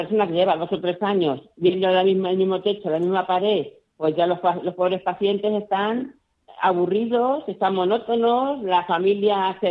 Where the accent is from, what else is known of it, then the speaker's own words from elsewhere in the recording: Castile, Spain; yo soy muy castellana